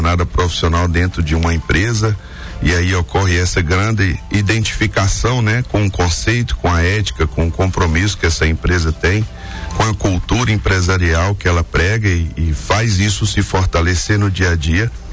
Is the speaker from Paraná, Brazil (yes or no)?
no; Teófilo Otoni, Minas Gerais, Brazil; accent: quase baianado; now in Vale do Aço, Brazil; eu sou lá do interior de Minas, lá de Teoflotone. A gente vem com aquele jeitinho quase baianado, né? A turma brinca que a gente é o baiano cansado, né?